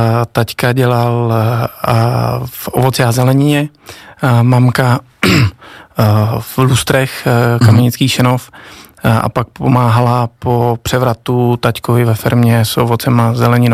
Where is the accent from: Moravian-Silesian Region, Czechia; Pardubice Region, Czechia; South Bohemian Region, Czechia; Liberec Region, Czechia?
Liberec Region, Czechia; Nový Bor; moved away as an adult; also born or lived in Česká Lípa / Prague / London; Pocházím ze severních Čech, narodil jsem se v České Lípě, kde jsme s rodiči a s bratrem starším do mých 2 let bydleli a potom jsme se přestěhovali do Nového Boru, kde jsem vlastně žil do svých 20 let, než jsem utekl do Prahy a do Londýna a prostě do světa.